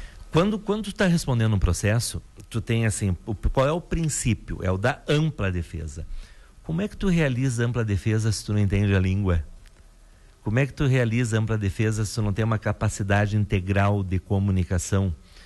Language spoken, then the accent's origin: Portuguese; Brazil; meu país de origem, no nosso caso aqui do Brasil.